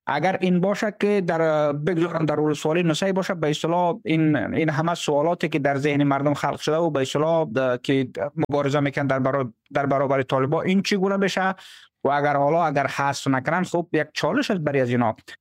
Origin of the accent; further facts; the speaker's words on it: Badakhshan, Afghanistan; ما که از بدخشان هستم